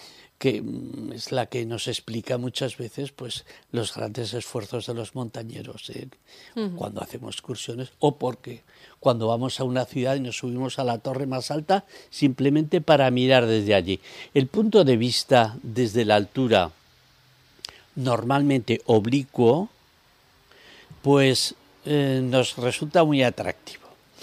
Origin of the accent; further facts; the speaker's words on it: Soria, Castile and León, Spain; born there; moved away; Y busqué mi pueblo y lo vi allí, junto al barranco de la Cañada con sus huertas.